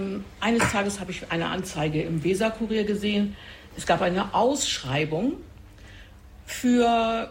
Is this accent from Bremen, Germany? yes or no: yes; Bremen, Germany; moved away as an adult; Ich bin geboren in Bremen-Findorf, also auch im Westen von Bremen, gar nicht so weit von hier. Und bin nach dem Abitur 15 Jahre lang ausgewandert gewesen.